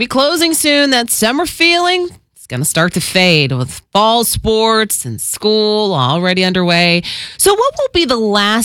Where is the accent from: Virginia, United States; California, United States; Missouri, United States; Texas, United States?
Texas, United States; Oh, because I'm from Texas